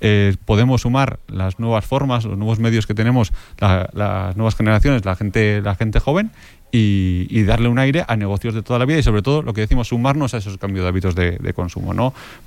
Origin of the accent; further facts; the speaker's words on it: Estella, Navarre, Spain; Por ejemplo, en Estella, de donde soy yo, hay comercios de gente joven que al final se han sumado